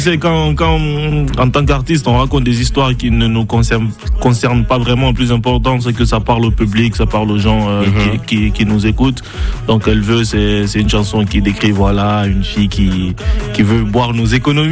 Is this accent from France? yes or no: no; Kamsar, Boké, Guinea; Je viens de Kamsar, justement, c'est pas Conakry, c'est à peu près 300 km de Conakry, c'est un peu reculé, donc une ville industrielle. Et heureusement, sincèrement, on n'a pas vraiment grandi dans la précarité, parce que c'est une ville d'export